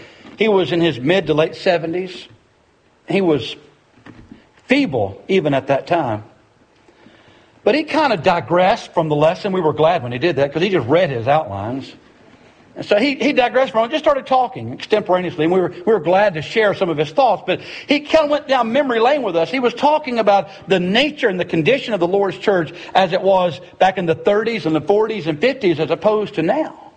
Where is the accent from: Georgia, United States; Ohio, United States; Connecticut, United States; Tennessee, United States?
Tennessee, United States; we're from Tennessee here, do we?